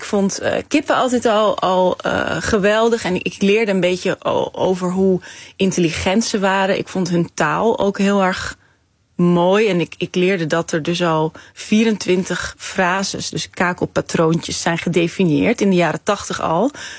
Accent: Grosthuizen, North Holland, Netherlands; heb de afgelopen jaren heel veel onderzoek gedaan en heel veel tijd doorgebracht met de kippen in mijn geboortedorp Grosthuizen.

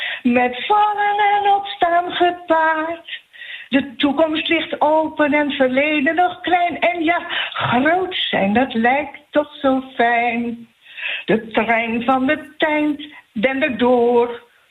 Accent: North Holland, Netherlands; Je weet, ik kom zelf ook uit de Zaanstreek. En daar hebben we toch een beetje een band.

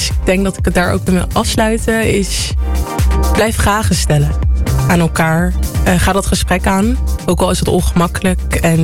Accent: The Hague, South Holland, Netherlands; Ik ben hier geboren in Nederland, geboren en getogen Haagenees.

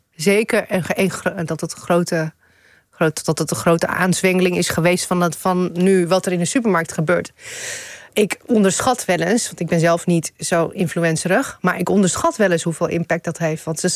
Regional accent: Leeuwarden, Friesland, Netherlands; Ik ben opgegroeid in Leeuwarden, in Friesland, ja, met een Surinaamse moeder.

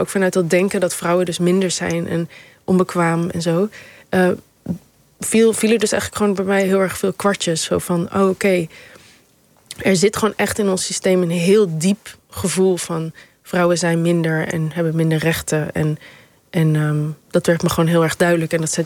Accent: Amsterdam, North Holland, Netherlands; moved away as an adult; now in Rotterdam, Netherlands; En ik woon ook sinds een aantal jaar in Rotterdam. Ik kom uit Amsterdam.

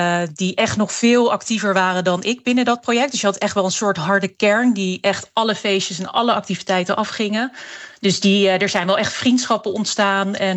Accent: Netherlands

